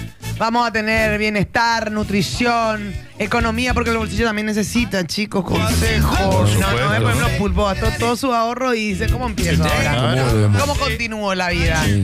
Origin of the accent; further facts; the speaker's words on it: Paraguay; Esos somos nosotros, bien paraguayo.